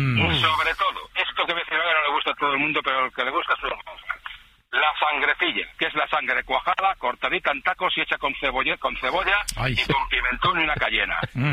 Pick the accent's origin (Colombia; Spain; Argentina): Spain; Valladolid, Castile and León